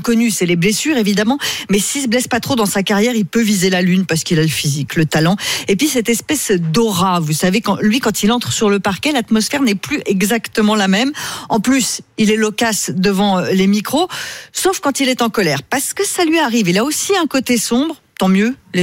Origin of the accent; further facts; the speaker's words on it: France; comme on est français